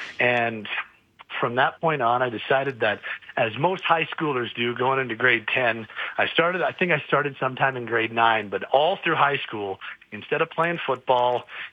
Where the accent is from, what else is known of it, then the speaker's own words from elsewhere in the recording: Calgary, Alberta, Canada; I'm born and raised in Calgary.